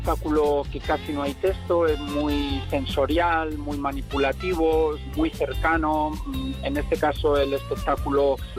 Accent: Granada, Andalusia, Spain; Nosotros somos de Granada

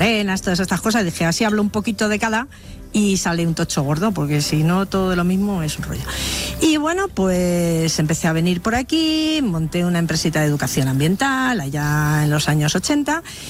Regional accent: Madrid, Community of Madrid, Spain; Soy de Madrid.

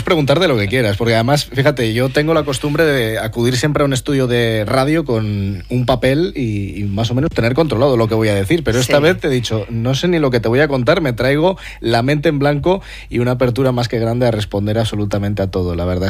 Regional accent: Omoño, Cantabria, Spain; Yo soy de Omoño. Omoño es un pueblo muy pequeñín.

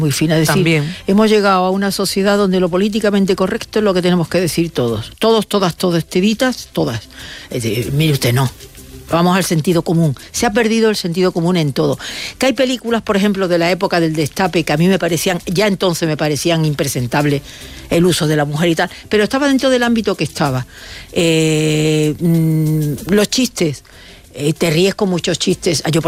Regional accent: Andalusia, Spain; mira que nosotras dos somos andaluces y venimos de una tierra con mucha guasa.

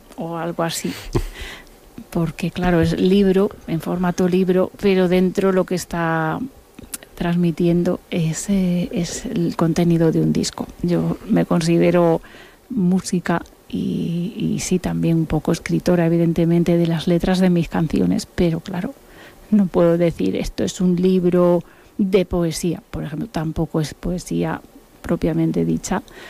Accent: Buenos Aires, Argentina; born there; El castellano, que es mi lengua madre. El gallego, que por casi no lengua madre, diríamos lengua abuela, porque yo nací en Buenos Aires

